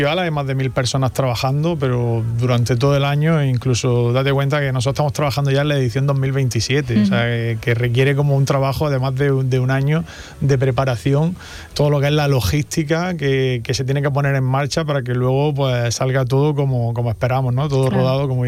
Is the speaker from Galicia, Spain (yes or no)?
no; Almería, Andalusia, Spain; nosotros somos también entre almerienses